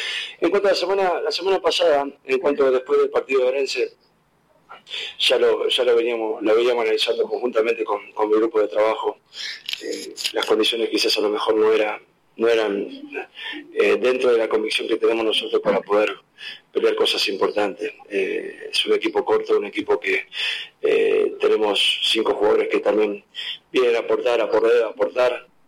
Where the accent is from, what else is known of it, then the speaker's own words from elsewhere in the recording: Venezuela; Creo que, siendo venezolano, creo que es un equipo que juega bien.